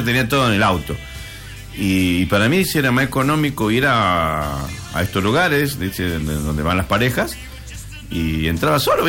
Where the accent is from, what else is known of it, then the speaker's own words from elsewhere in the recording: Campo Santo, Salta, Argentina; moved away; ahí en el donde yo vivía, en mi pueblo, en Camposanto